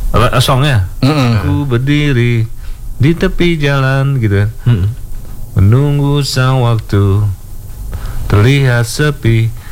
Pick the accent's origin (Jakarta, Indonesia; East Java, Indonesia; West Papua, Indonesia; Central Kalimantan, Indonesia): Jakarta, Indonesia; born there; emang orang Jawa, bapak ibu gue Jawa. Ibu Solo, bapak Jember. Cuma gue lahir di Jakarta, jadi Betawi, jadi Betokau gitu.